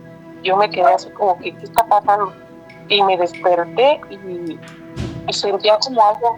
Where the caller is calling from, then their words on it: Toluca, State of Mexico, Mexico; Hola, me encuentro en Toluca.